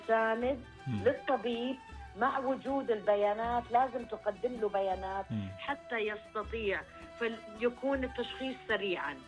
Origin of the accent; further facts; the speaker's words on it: Saudi Arabia; المفروض نفتخر كسعوديين.